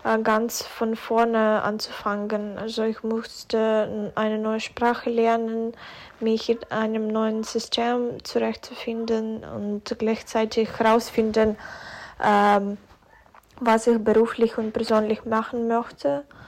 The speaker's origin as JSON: {"language": "German", "town": "Kremenchuk", "region": "Poltava Oblast", "country": "Ukraine", "second_language": "German", "moved": "yes", "lives_now": "Berlin, Germany", "said": "Ich komme aus der Ukraine, aus Kremenchuk. Ich lebe seit 2022 in Deutschland und ich bin wegen des Krieges nach Deutschland gekommen."}